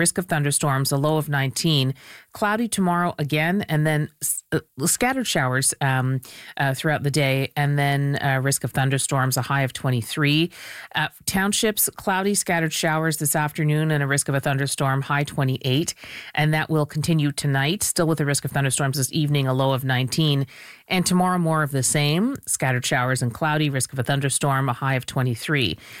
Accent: India; now in Canada

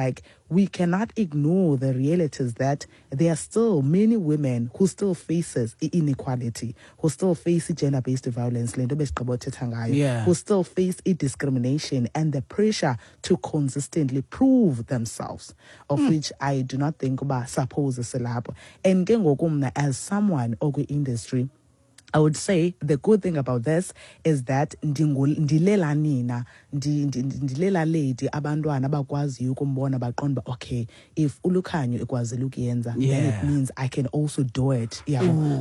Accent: South Africa; So we should be able to recognize the fact that as South African women we come like a very long way, bra.

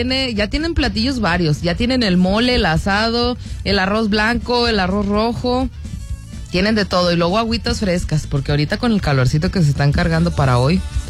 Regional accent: Mexico; nosotros como mexicanos, nuestro patrimonio cultural es la música y la comida.

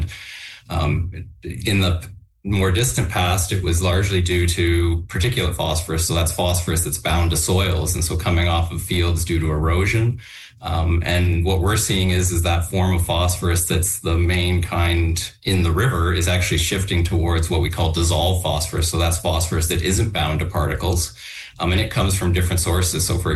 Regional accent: Ontario, Canada; I had the opportunity growing up in Southern Ontario to spend a lot of time around water

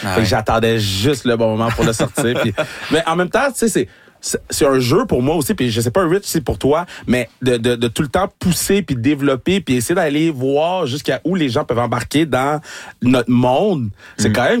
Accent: Laval, Quebec, Canada; je viens de Laval

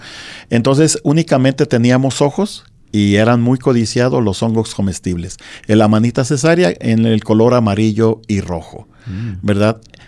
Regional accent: Mixtlán, Jalisco, Mexico; Es un pueblo que estamos ubicados en lo que es la región Sierra Occidental del estado de Jalisco.

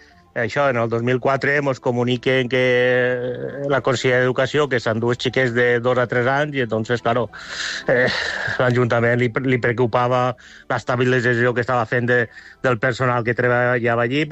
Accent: Valencian Community, Spain; com som valencians

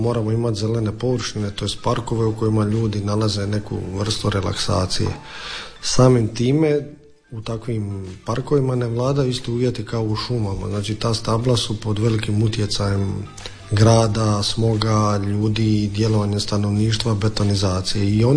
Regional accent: Dalmatia, Croatia; Dobro, kod nas u Dalmaciji

